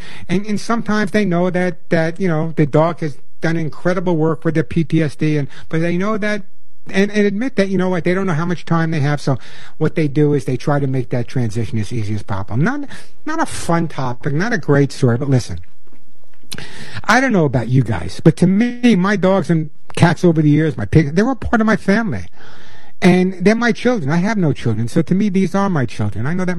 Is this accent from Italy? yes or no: no; New York, United States; accent: New York; Hello, Queens, New York. Although I did lose my New York accent.